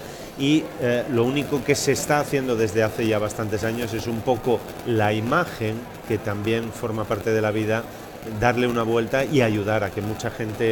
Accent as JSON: {"language": "Spanish", "town": "Avilés", "region": "Asturias", "country": "Spain", "tie": "born or raised there", "said": "Yo soy de Avilés, aunque soy oriundo de Ujo, mi familia es de la cuenca minera del Caudal, pero yo nací en Avilés"}